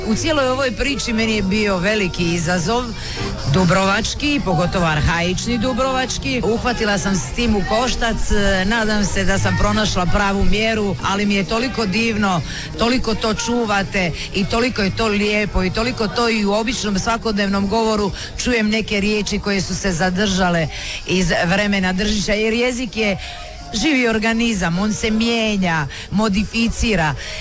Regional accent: Split, Split-Dalmatia County, Croatia; Split koji je isto tako božanstven i za mene najljepši, nekako kao da smo odustali od tog splitskog jezika staroga

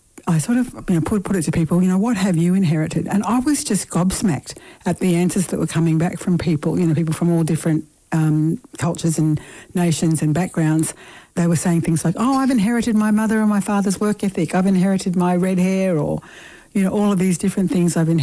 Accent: Queensland, Australia; So I grew up in North Queensland, but that's basically my heritage.

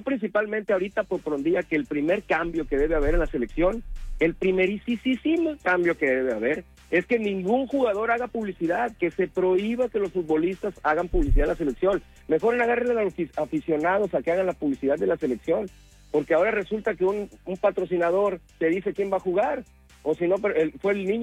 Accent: Mexico; a lo que somos, a los mexicanos

